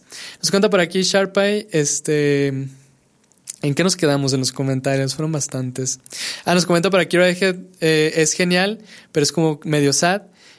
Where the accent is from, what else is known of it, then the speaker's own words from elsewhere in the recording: Durango, Mexico; Yo soy de Durango, México, y de hecho la transmisión es de aquí.